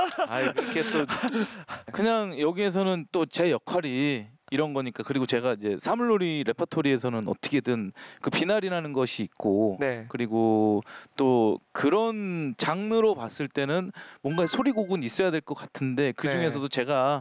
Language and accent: Korean; Jeolla, South Korea; 고향 전라도인데 이상하게 왜 잘 돌아가는지 모르겠어요.